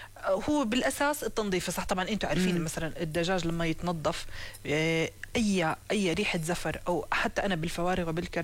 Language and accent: Arabic; Jordan